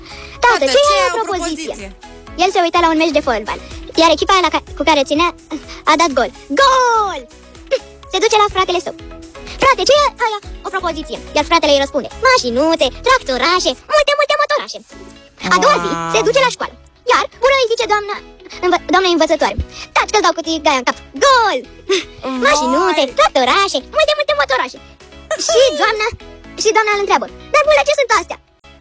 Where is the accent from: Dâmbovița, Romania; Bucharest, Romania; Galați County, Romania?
Bucharest, Romania; … din București. Am aproape 9 ani.